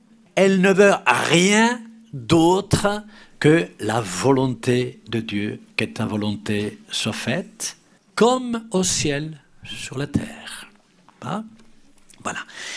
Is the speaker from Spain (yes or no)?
yes; Spain; moved away; je suis espagnol